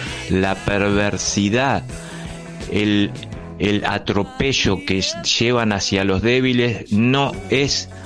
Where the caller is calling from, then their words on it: Pila, Buenos Aires Province, Argentina; del 55 del pueblo de Pila, docente, militante de toda la vida